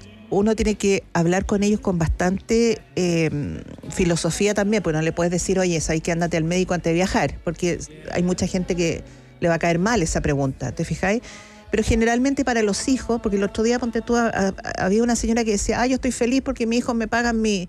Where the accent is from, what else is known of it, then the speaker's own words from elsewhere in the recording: Chile; nosotros empezamos a viajar como chilenos también hace poco